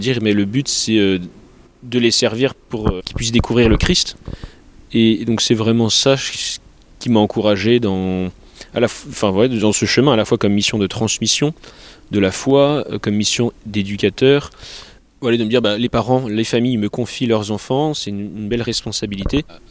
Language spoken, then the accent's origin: French; Épernay, Grand Est, France; Enfin, donc j'ai grandi à Épernay, mais j'ai peu participé à la vie paroissiale.